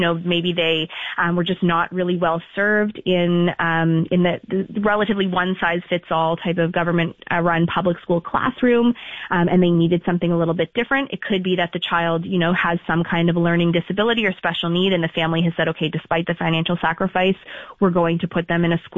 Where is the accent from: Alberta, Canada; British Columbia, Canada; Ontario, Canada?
Ontario, Canada; Toronto; I grew up in the Toronto area